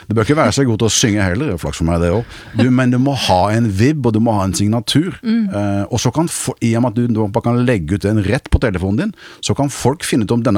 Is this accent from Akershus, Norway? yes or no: yes; Nesodden, Akershus, Norway; eller jeg vokste opp på Nesodden, da, det derfor jeg sier inne i Oslobyen.